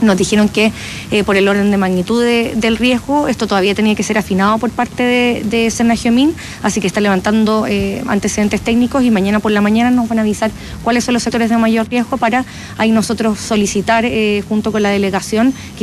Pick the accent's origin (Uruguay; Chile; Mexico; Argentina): Chile; tenemos historia de desastre en Chile, somos súper chilenos